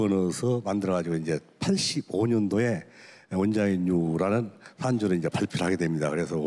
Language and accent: Korean; Damyang, South Jeolla, South Korea; 제가 태어난 곳도 대나무가 많은 전남 담양에서 태어났거든요. 제가 태어난 장소도 저희 집 울타리가 전부 대밭입니다.